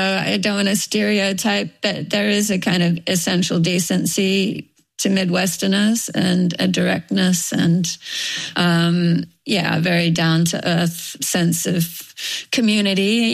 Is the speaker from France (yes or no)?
no; Australia; first in the Cleveland Bureau, which as an Australian, I considered my first foreign assignment.